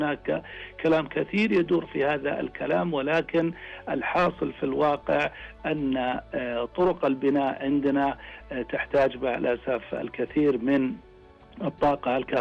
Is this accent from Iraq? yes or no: no; Saudi Arabia; عندنا في المملكة العربية السعودية